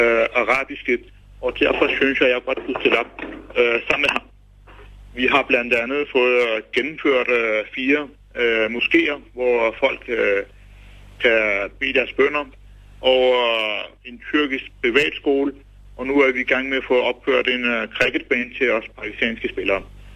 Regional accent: Høje-Taastrup, Capital Region of Denmark, Denmark; Jeg er pakistansk mand fra Høje-Taastrup Kommune. Jeg er 27 år, uddannet revisor

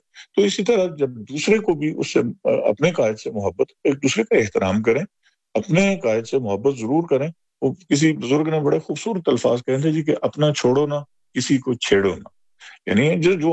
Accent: Pakistan

